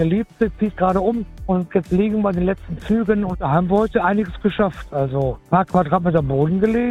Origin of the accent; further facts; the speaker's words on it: Essen, North Rhine-Westphalia, Germany; now in Lörrach, Germany; komme von der Schweizer Grenze aus Lörrach, bin gebürtig aus Essen